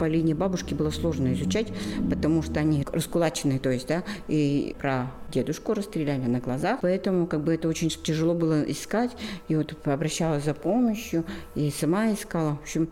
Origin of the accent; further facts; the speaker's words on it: Nenets Autonomous Okrug, Russia; born there; Я родилась в Ненецком автономном округе, мне очень сложно вот разделять. И даже когда общаюсь со зрителями, да, мне очень сложно, потому что я там живу. И поэтому я когда говорю «ненцы», я все время говорю «вот мы». Хотя я коми